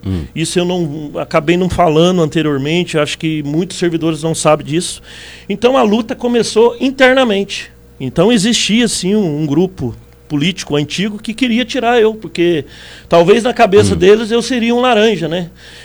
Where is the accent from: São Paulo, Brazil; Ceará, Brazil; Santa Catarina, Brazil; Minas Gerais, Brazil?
São Paulo, Brazil; Cunha; moved away as an adult; now in Pindamonhangaba, Brazil; eu sou lá da cidade de Cunha, certo? E quando chegou no mês de julho, aí eu vim para cá, para Pinda, acabei comprando um imóvel aqui e estou residindo aqui.